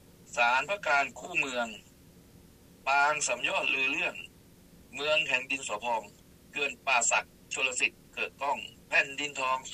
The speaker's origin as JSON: {"language": "Thai", "region": "Lopburi", "country": "Thailand", "tie": "born or raised there", "said": "เธอเป็นคนลพบุรีใช่ไหมบอกครับเกิดลพบุรีไหมเกิดครับ"}